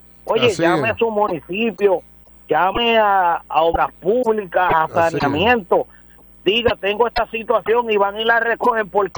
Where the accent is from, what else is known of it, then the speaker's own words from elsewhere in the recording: Puerto Rico; uno como puertorriqueño, como sí, una persona responsable